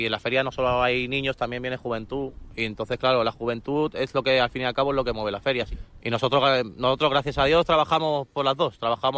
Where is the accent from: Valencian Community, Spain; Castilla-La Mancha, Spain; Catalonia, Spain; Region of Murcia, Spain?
Catalonia, Spain; Mira, yo soy gitano, español y catalán.